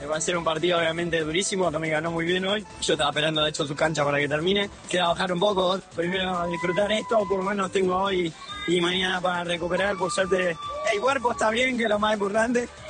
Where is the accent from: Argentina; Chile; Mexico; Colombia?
Argentina; vivir esto en este ambiente como argentino.